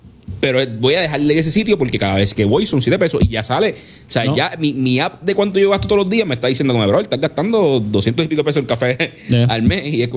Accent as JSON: {"language": "Spanish", "country": "Puerto Rico"}